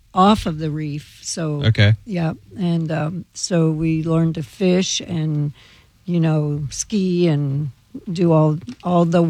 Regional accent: Belize; I grew up in Belize and the fishing was absolutely

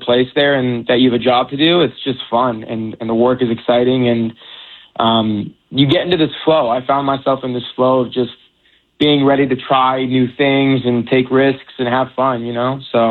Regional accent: United States; born there; first language Persian; I speak Farsi. I grew up speaking Farsi. My parents are both Iranian, so I was born in America, but they brought me up speaking the language.

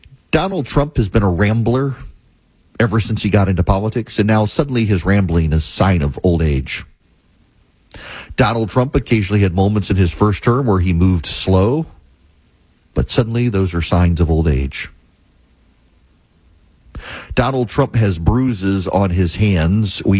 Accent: Georgia, United States; But if you're in Georgia, my home state, I'm not there today.

